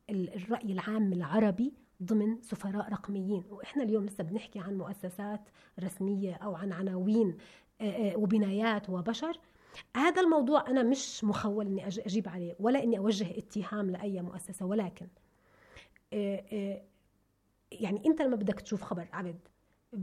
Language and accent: Arabic; Palestine; ويصير منظري انا كانسان فلسطيني امام العالم